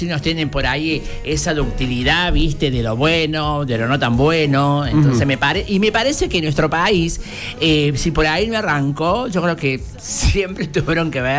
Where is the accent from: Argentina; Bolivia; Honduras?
Argentina; Y como Argentina, Julio, y somos Cáncer.